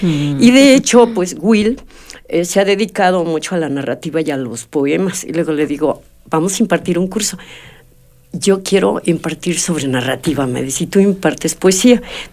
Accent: Mexico; aquí vamos a ensayar como mexicano, porque nos quieren mucho en Chile, en Venezuela.

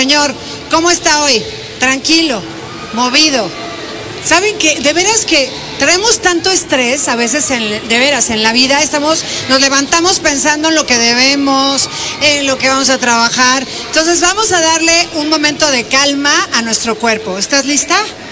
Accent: Puebla, Mexico; Me encanta la gente de Puebla, así somos los poblanos.

